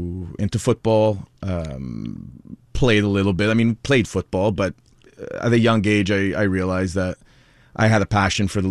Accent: Montreal, Quebec, Canada; born there; So I was born in Montreal. Fully first-generation Italian family.

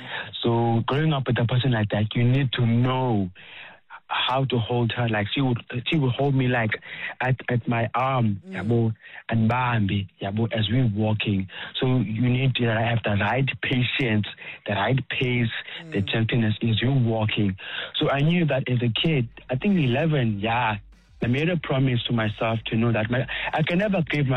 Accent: Mthatha, Eastern Cape, South Africa; I mean, I come from Mthatha in the Eastern Cape.

